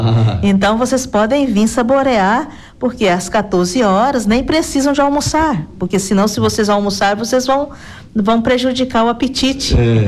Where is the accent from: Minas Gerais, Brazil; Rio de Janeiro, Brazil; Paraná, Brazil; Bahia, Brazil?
Minas Gerais, Brazil; A gente dá um jeitinho, pode vir, ainda mais que nós somos mineiro sempre dá um jeitinho.